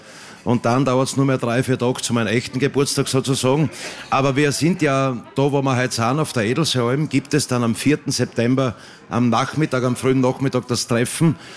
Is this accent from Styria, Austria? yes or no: yes; Birkfeld, Styria, Austria; Wir kommen aus Birkfeld